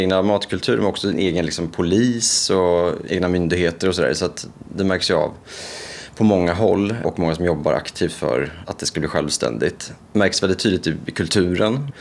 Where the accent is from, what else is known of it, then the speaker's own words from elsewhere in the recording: Norrköping, Östergötland, Sweden; När jag växte upp i Norrköping